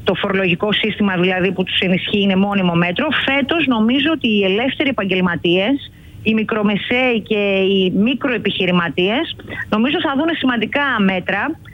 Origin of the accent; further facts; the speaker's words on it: Grevena, Western Macedonia, Greece; also born or lived in Thessaloniki; Είναι το χωριό μου και πιστέψτε με ότι κάθε φορά που έφευγα από την Αθήνα για να πάω στο χωριό μου, στα Γρεβενά.